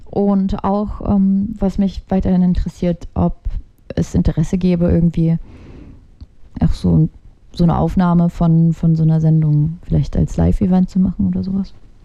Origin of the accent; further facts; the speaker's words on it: Chernihiv, Chernihiv Oblast, Ukraine; moved away; ich komme aus Tschernihiw, ich habe vor allen Dingen starke Verbindungen dahin